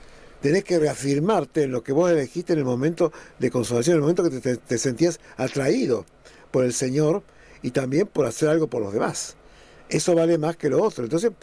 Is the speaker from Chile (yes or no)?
no; Argentina; como argentino nos ayuda mucho este tipo de experiencias